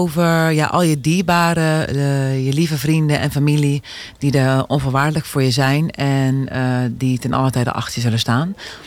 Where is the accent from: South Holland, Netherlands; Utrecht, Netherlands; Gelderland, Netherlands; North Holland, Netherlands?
Gelderland, Netherlands; Duiven; moved away as an adult; also born or lived in Zevenaar; now in Arnhem, Netherlands; ik ben in Zevenaar geboren en Duiven opgegroeid.